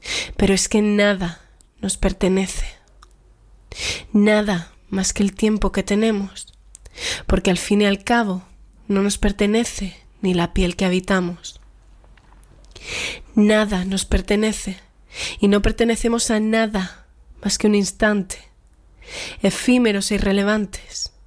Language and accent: Spanish; Málaga, Andalusia, Spain